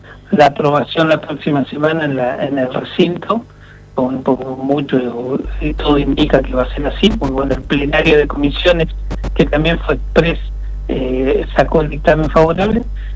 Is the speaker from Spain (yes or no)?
no; Neuquén, Argentina; nosotros somos neuquinos.